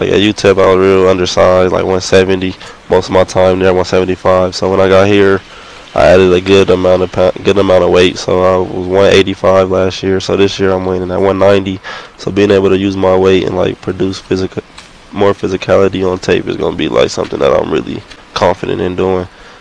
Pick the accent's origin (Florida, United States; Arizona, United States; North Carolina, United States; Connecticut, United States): Arizona, United States; hometown; moved away; me being able to come like to my hometown